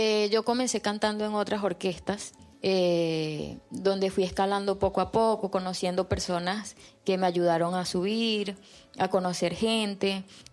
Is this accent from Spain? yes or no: no; Venezuela; porque ya me identificaban como venezolana.